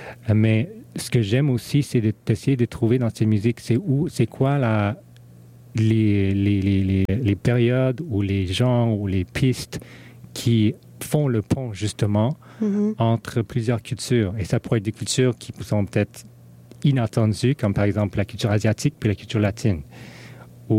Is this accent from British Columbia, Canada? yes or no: yes; Vancouver, British Columbia, Canada; first language English; French is a second language; moved away; moi je suis d'origine chinoise, j'ai grandi à Vancouver, je suis anglophone, j'ai pas grandi avec la salsa, j'ai pas grandi avec la musique africaine